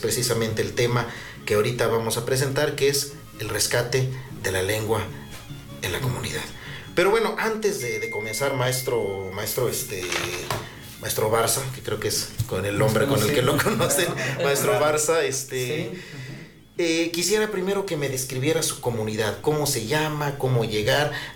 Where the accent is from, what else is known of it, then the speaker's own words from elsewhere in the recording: San José Miahuatlán, Puebla, Mexico; la parte aquí de donde yo soy, de San José Miahuatlán